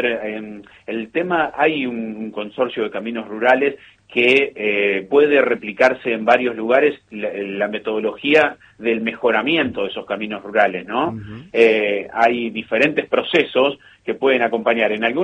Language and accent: Spanish; Buenos Aires Province, Argentina; born there; moved away; voy para mi pueblo, que en el partido de Lincoln